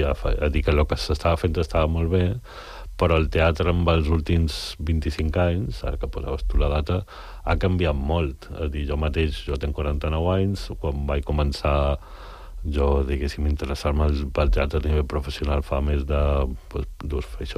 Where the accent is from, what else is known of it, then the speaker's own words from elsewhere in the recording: Balearic Islands, Spain; now in Barcelona, Spain; Tinc en compte que jo visc a Barcelona, som mallorquí, per mi Sant Cugat forma part de l'àrea d'influència de Barcelona